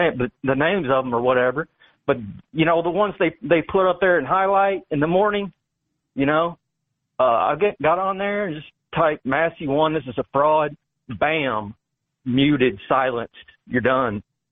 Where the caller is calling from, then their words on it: Indiana, United States; I'm a purebred Indiana Christian boy. I live 5 minutes from Kentucky